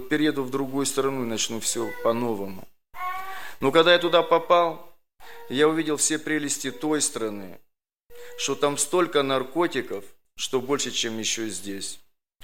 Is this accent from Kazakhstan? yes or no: yes; Georgievka, Kazakhstan; born there; also born or lived in Ivanovka, Kyrgyzstan; В 73-м году мы переехали в Казахстан, в село Георгиевка.